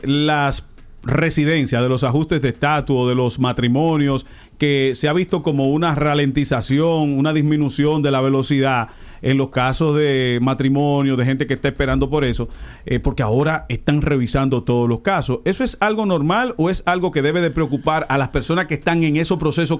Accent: Dominican Republic; eso no somos los dominicanos.

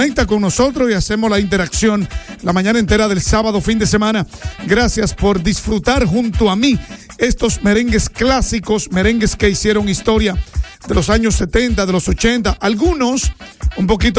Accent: Dominican Republic; nos criamos ahí en Pueblo Nuevo

